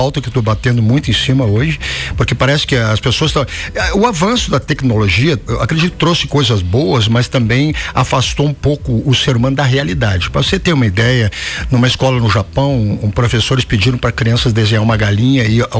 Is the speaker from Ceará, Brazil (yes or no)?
no; Porto Alegre, Rio Grande do Sul, Brazil; now in Alfredo Vargas, Brazil; Bom, eu sou um garoto de cidade, né? Eu sou de Porto Alegre, né? Agora dotado por Santa Catarina, eu sou catarinense agora. Muitos anos aqui já, né?